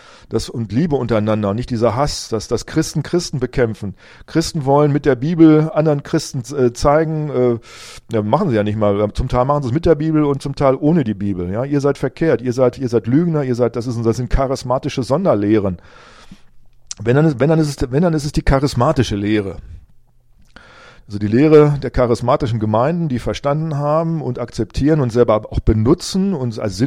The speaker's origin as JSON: {"language": "German", "town": "Rinteln", "region": "Lower Saxony", "country": "Germany", "tie": "born or raised there", "said": "ich hoffe dann auch in meiner alten Heimatgemeinde in Rinteln, dass dort die Türen aufgehen und ich reden kann"}